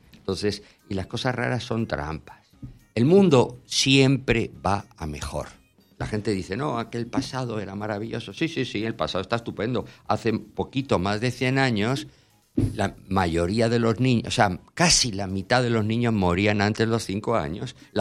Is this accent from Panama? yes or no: yes; Panama; Yo soy panameño, soy español y soy panameño.